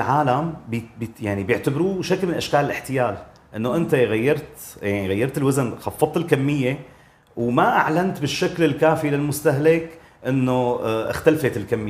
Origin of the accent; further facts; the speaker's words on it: Syria; هم عندنا بسوريا، بالسوق السورية تغير وزنها بشكل جذري